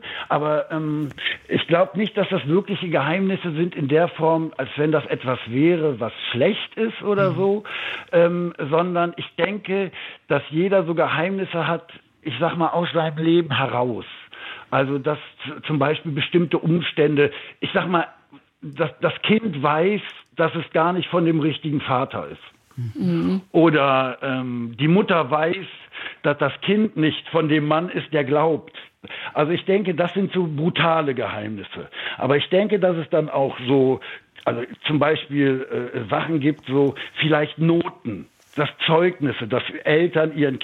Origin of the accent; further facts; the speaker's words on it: Düsseldorf, North Rhine-Westphalia, Germany; ich bin gebürtiger Düsseldorfer